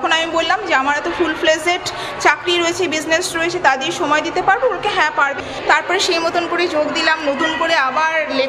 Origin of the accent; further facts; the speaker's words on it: Assam, India; moved away as an adult; তখন আমি যেহেতু আসামের মেয়ে এবং আমার মানে ওয়েস্ট বেঙ্গলে আসাটা থাকাটা সম্পূর্ণ নতুনভাবে, আমার কাছে সম্পূর্ণ শহরটা ছিল একদম নতুন একটা শহর